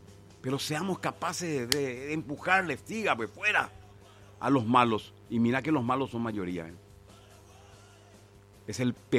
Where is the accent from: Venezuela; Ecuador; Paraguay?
Paraguay; sentirnos orgullosos como paraguayos